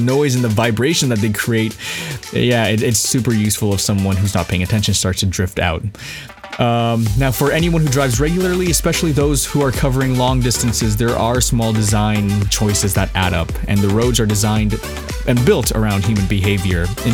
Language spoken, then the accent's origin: English; Canada; because obviously I'm from Canada